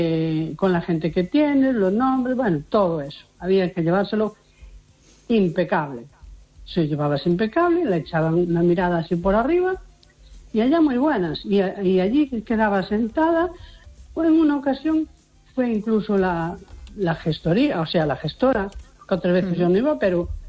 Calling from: A Coruña, Galicia, Spain; de Coruña.

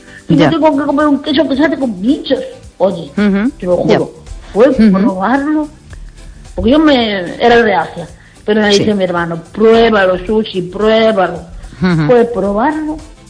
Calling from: Rianxo, Galicia, Spain; Hola, buenas noches … de Rianxo.

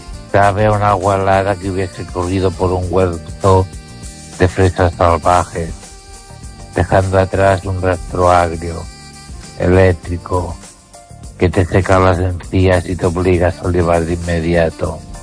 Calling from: Ourense, Galicia, Spain; de Orense.

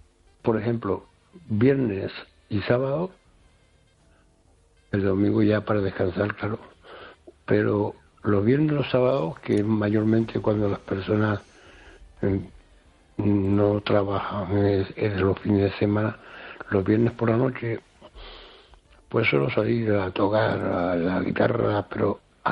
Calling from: Lugo, Galicia, Spain

